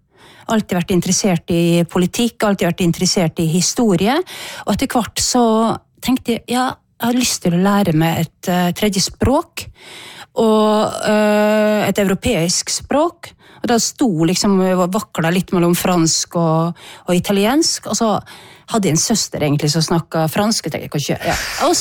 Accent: Elnesvågen, Møre og Romsdal, Norway; now in Bergen, Norway; Vi kommer fra Romsdalen. Vi kommer fra en plass etter Elnesvågen, som ligger rett utenfor Molde, 2,5 mil fra Molde.

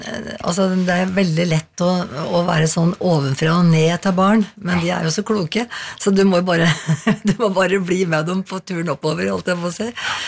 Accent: Toten, Innlandet, Norway; accent: Totning; moved away as an adult; jeg hadde jo bodd på Toten hele mitt liv

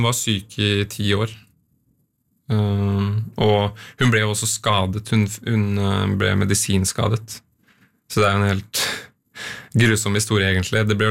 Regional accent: Oslo, Norway; Jeg vokste også opp på Grorud.

